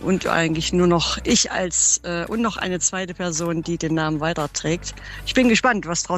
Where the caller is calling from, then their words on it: Erfurt, Thuringia, Germany; Ich komme aus Erfurt.